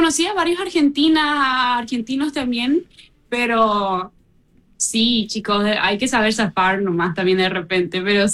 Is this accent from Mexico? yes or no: no; Mariano Roque Alonso, Central, Paraguay; born there; also born or lived in Hamburg; No, yo nací acá en Paraguay, en Mariano Roque Alonso nací yo. Pero cuando tuve 3 años, me fui un rato a Alemania, ¿verdad? Vivimos ahí un tiempito, pero...